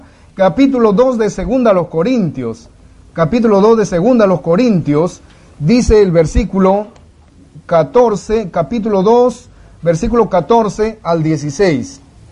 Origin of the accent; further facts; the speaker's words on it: Peru; now in Lima, Peru; Vengo de Perú, soy peruano. Estoy en la capital, estoy en Lima.